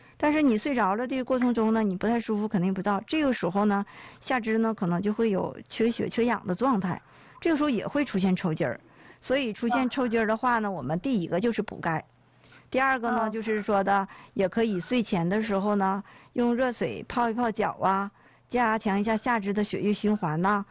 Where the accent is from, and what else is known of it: China